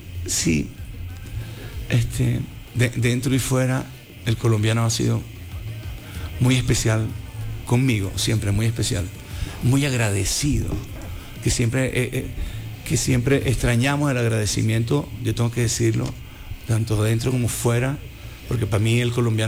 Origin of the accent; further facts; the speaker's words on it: Puerto Rico; Ah, puñeta, es que vengo de Puerto Rico.